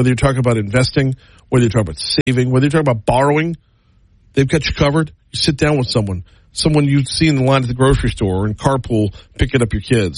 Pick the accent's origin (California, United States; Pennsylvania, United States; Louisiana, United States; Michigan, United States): Louisiana, United States; St. Tammany Parish; now in Baton Rouge, United States; I grew up in St. Tammany Parish.